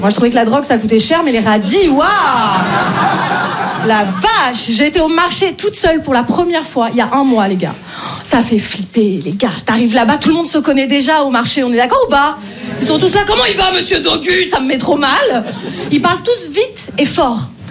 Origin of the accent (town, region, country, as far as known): Paris, Île-de-France, France